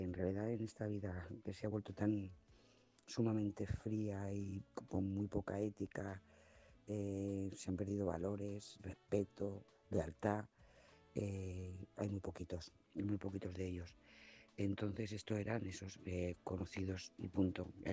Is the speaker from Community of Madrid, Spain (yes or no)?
no; Lloret de Mar, Catalonia, Spain; de Lloret de Mar